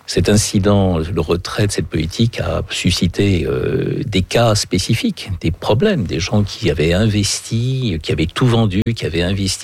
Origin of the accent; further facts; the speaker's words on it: France; now in Canada; je suis ambassadeur de France au Canada. Je ne suis pas là pour aider mes compatriotes à venir s'installer au Canada.